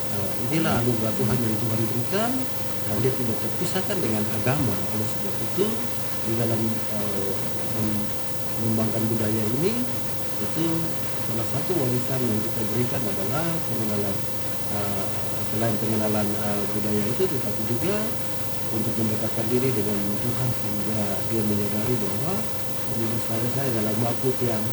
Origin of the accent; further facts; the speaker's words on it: Papua, Indonesia; itu kan tujuannya untuk memperkenalkan wilayah saya Papua ya, dengan keindahan ya alam yang ada lewat cendrawasi